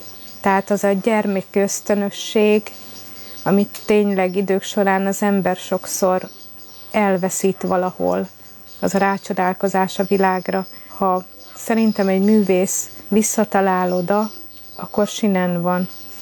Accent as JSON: {"language": "Hungarian", "country": "Hungary", "tie": "born there", "said": "És roma vagyok, de én itt születtem, én magyarul beszélek, én magyarul adózok, magyarul álmodom, magyarul imádkozom, minden magyarul csinálok."}